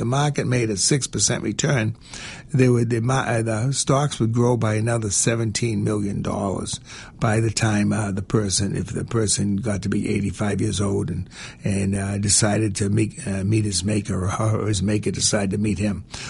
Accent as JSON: {"language": "English", "town": "Quincy", "region": "Massachusetts", "country": "United States", "tie": "born or raised there", "said": "I grew up in Quincy Point. It was not one of the, it's not considered one of the high rent districts in Quincy."}